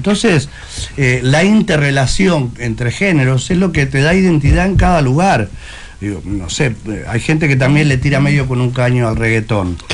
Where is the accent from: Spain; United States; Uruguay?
Uruguay; now in Buenos Aires, Argentina; Yo soy uruguayo, todos lo saben.